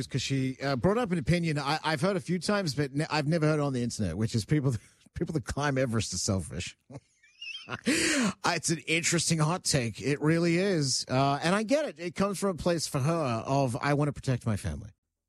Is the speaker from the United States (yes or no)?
no; Australia; I'm Australian.